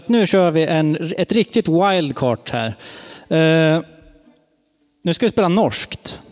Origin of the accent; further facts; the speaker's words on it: Sweden; Speciellt när man som svensk sitter med en hardingfela.